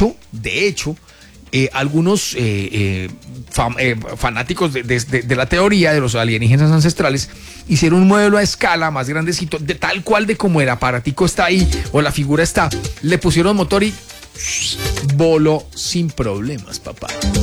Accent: Ibagué, Tolima, Colombia; En mi departamento, de hecho. Ustedes ya saben que yo soy ibaguereño, soy tolimense.

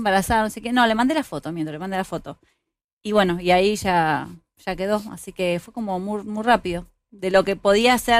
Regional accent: Mar del Plata, Buenos Aires Province, Argentina; nosotros somos de Mar del Plata

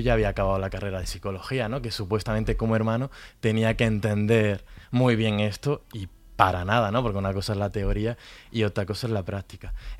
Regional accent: Granada, Andalusia, Spain

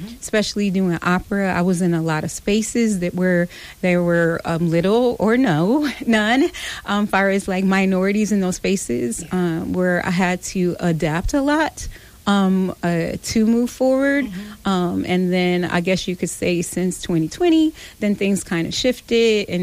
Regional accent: Battle Creek, Michigan, United States; Battle Creek is my hometown

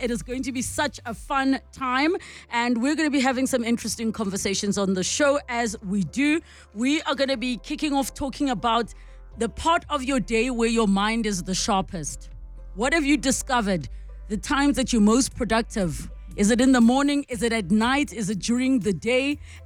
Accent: Limpopo, South Africa; Maybe it's because I'm from Limpopo and we are productive 30 a.m.s.

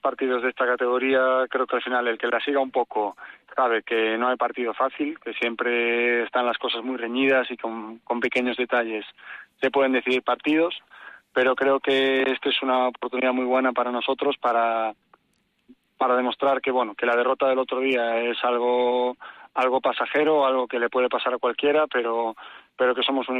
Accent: Santiago de Compostela, Galicia, Spain; moved away

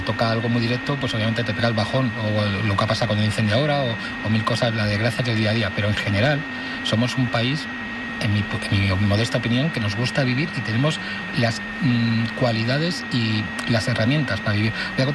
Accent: Spain; O sea, yo valoro mucho mi país y me considero español

